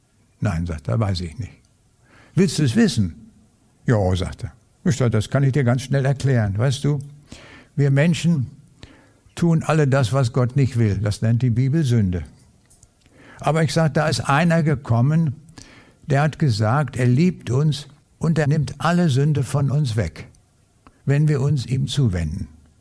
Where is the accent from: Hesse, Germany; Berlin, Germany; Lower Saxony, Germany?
Lower Saxony, Germany; Lüchow; dem Krieg haben wir auf dem Lande gelebt, in Niedersachsen, in der äußersten Ecke von Niedersachsen. Und ich bin dort in Lüchow zur Schule gegangen.